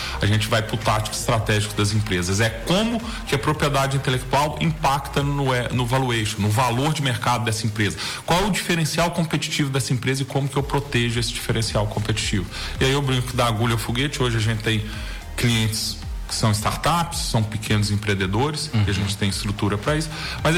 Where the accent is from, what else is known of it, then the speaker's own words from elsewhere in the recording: Minas Gerais, Brazil; now in Lages, Brazil; Sou de Minas.